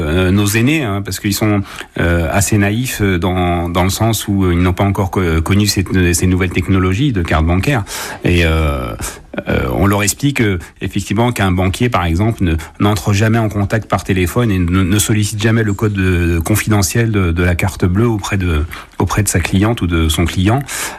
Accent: Laval, Pays de la Loire, France; moi je suis lavallois, je suis né à Laval, j'ai connu Laval plus sûr que l'heure actuelle.

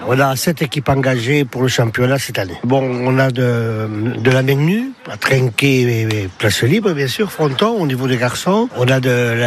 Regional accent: Mauléon, Nouvelle-Aquitaine, France; je suis de Mauléon et je suis le trésorier de la pelote.

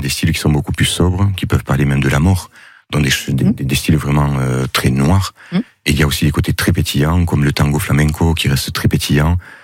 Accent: Perpignan, Occitanie, France; born there; mes parents, par exemple, sont arrivés il y a beaucoup d'années ici. Donc c'est pour ça que je suis né ici à Perpignan.

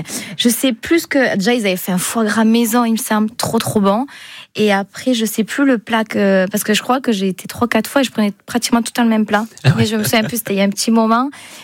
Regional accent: Bidarray, Nouvelle-Aquitaine, France; j'ai grandi à Bidaraï et on n'était pas loin du Bastin.

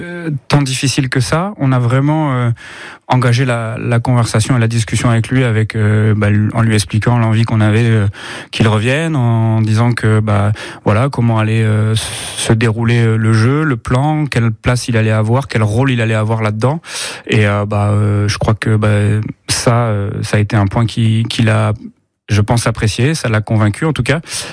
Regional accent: Limoges, Nouvelle-Aquitaine, France; moved away; also born or lived in Bordeaux / Boulazac; je suis né à Limoges. Hein. J'ai des racines ici, j'ai de la famille, j'ai des amis. Je suis revenu quand même régulièrement ici, pas mal de fois les week-ends, quand j'avais la possibilité, quand j'étais à Bordeaux ou encore à Boulazac.

